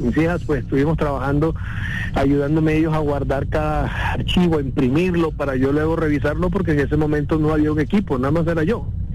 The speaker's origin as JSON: {"language": "Spanish", "town": "Cartagena", "region": "Bolívar", "country": "Colombia", "tie": "born or raised there", "said": "Yo soy colombiano, mi familia es samaria, yo nací de vacaciones en Cartagena. Nos íbamos de vacaciones y nací ahí."}